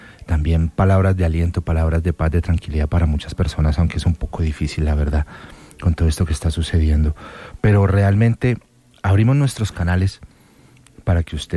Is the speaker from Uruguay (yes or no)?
no; Colombia; somos colombianos.